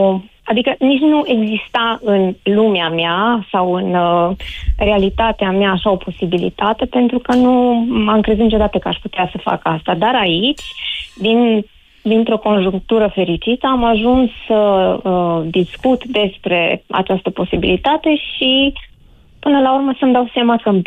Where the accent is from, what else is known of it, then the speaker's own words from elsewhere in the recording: Șimleu Silvaniei, Sălaj County, Romania; also born or lived in Timișoara; now in Sălaj, Romania; pornind din Șimleu Silvanie, din orașul meu natal